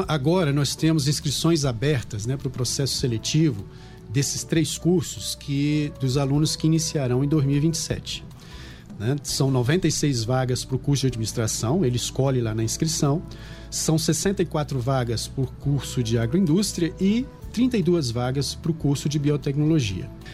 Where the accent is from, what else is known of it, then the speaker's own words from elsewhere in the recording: Venda Nova do Imigrante, Espírito Santo, Brazil; moved away as an adult; also born or lived in Viçosa / São Paulo / Vitória; eu sou daqui da região também, né, estudei aqui no Fioravante há muito tempo. Sou daqui, para quem não conhece, sou daqui de Bela Aurora, né, minha família é fiorese. Saí daqui em 89 para fazer graduação em matemática em Viçosa